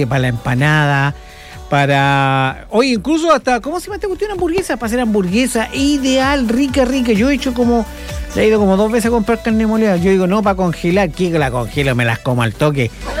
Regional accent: Padre Las Casas, Araucanía, Chile; Padre de las Casas, yo vengo allá, Padre de las Casas, pues. De allá soy oriundo.

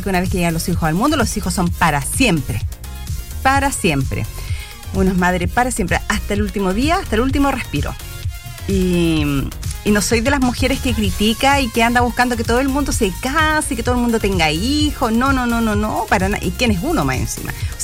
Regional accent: Chile; Si somos chilenos, nos entendemos.

